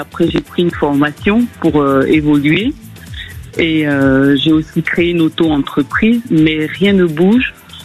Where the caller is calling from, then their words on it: Montpon-Ménestérol, Nouvelle-Aquitaine, France; je vous appelle de Montpon-Ménestérol, en Dordogne.